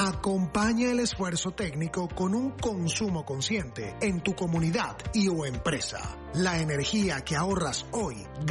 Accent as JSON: {"language": "Spanish", "country": "Venezuela", "said": "Yo soy de aquí, de Venezuela."}